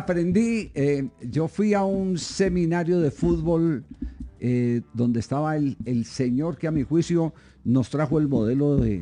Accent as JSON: {"language": "Spanish", "town": "Manizales", "region": "Caldas", "country": "Colombia", "tie": "born or raised there", "said": "yo me crié en Manizales, uh-huh, en el barrio Chipre"}